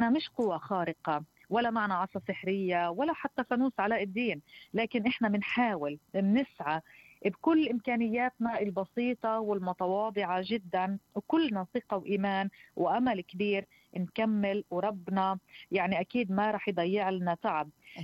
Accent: West Bank, Palestine; كانوا يتفاجئوا أنه أنا من الضفة الغربية، يعني كانوا يحكوا مستحيل حد مش عايش في غزة

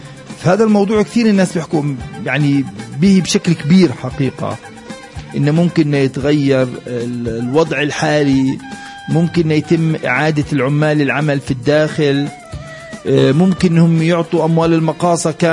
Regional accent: Palestine

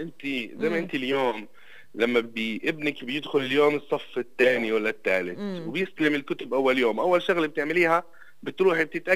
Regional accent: Palestine; عندنا في فلسطين.

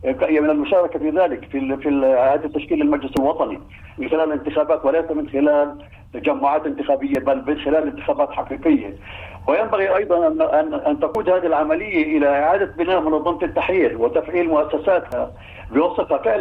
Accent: Palestine; نحن كفلسطينيين

